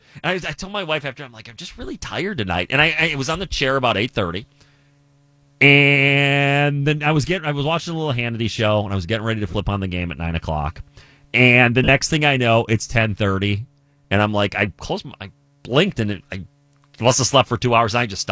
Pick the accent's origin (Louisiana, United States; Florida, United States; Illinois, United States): Illinois, United States; Chicago; moved away as an adult; now in Milwaukee, United States; I grew up in Chicago.